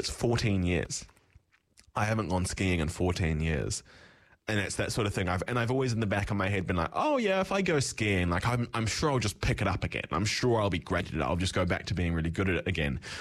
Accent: South Island, New Zealand; I grew up in the South Island, and like my primary school every year had a ski trip

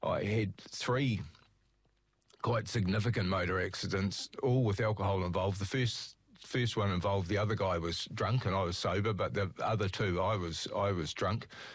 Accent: Christchurch, Canterbury, New Zealand; Yep, I grew up on Linwood Ave in Christchurch, and what I would consider to be a pretty normal working class family.

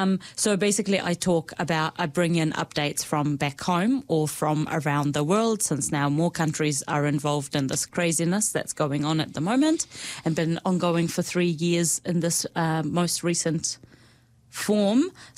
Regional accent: Hebron, West Bank, Palestine; moved away as an adult; now in New Zealand

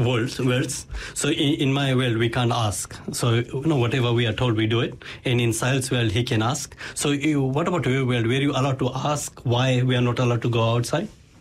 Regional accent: Fiji; now in New Zealand; I'm struggling with even Maori names, though I'm from Fiji, I'm supposed to learn it quickly. But thankfully, I was quite good with Fijian names back at home.

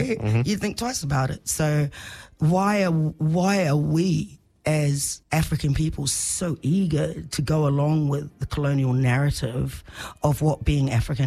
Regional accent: New Zealand; born there; I've grown up around Pacific Island and Māori people, and I never hear anybody have to subdue their identity to belong to New Zealand.

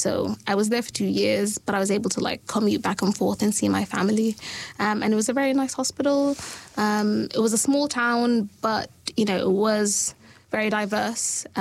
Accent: Sudan; also born or lived in United Kingdom; now in New Zealand; I'm from Sudan

